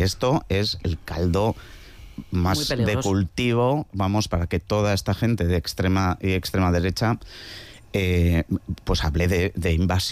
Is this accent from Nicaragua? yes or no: no; Irún, Basque Country, Spain; yo soy de Irún, somos población de frontera